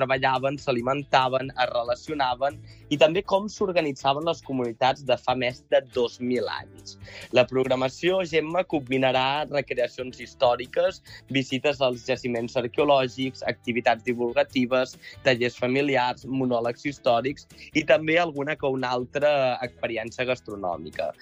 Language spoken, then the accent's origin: Catalan; Barcelona, Catalonia, Spain; que sóc de Barcelona